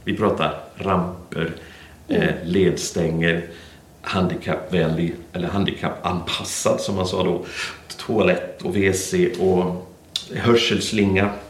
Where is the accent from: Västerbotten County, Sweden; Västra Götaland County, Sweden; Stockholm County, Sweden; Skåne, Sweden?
Stockholm County, Sweden; Stockholm; born there; also born or lived in Blekinge / Småland / Östergötland / Norway; now in Katrineholm, Sweden; jag är född i Stockholm och har bott i Blekinge, Småland, Östergötland. Och sen har jag haft 8 år i Norge